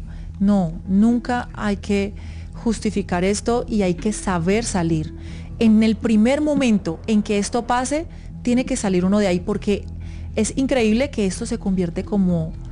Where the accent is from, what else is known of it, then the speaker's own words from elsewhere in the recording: Ibagué, Tolima, Colombia; pero se crió en Ibagué, de donde yo soy, es mi tierra.